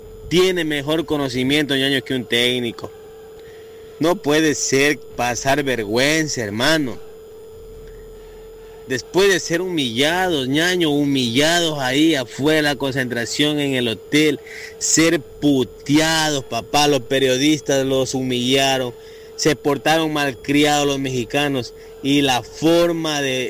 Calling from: Ecuador; los que realmente somos ecuatorianos

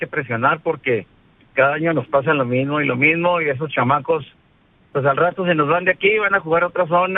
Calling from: Chihuahua, Mexico; lo vengo escuchando desde Chihuahua.

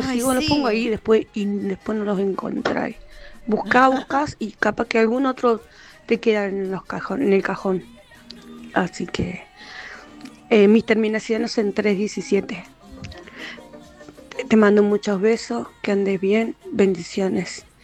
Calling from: Buenos Aires, Argentina

